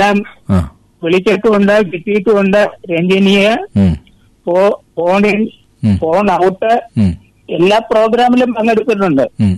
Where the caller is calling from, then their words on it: Vazhoor, Kerala, India; ഞാൻ കോട്ടയം ജില്ലയിലെ വാഴൂർ എന്ന സ്ഥലത്തുനിന്ന്.